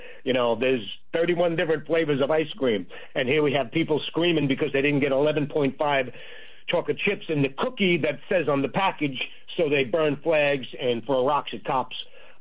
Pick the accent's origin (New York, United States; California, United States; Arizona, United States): New York, United States; Staten Island; You know, I am going to miss my hometown of Staten Island because I'm there every year in the parade, small town, USA.